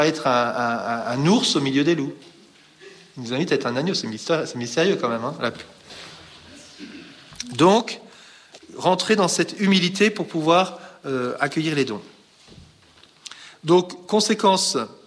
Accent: Brittany, France; moi, je suis breton

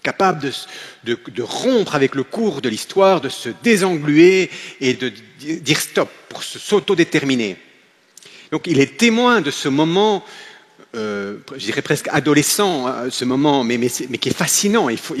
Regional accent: Belgium

